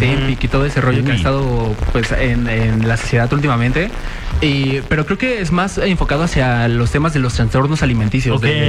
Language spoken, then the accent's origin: Spanish; Mexico